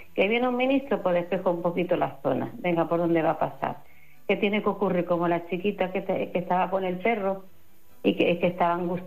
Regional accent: Spain; Ninguno, todos somos españoles.

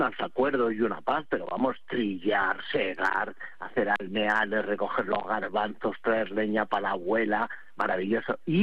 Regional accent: Castile and León, Spain; also born or lived in Madrid; Pero hombre, ¿cómo no lo voy a conocer si es mi tierra? Si es que yo me crié tirando cantos a los del pueblo de arriba, a los de la Navasequilla y los de la Lastra me tiraban cantos a mí

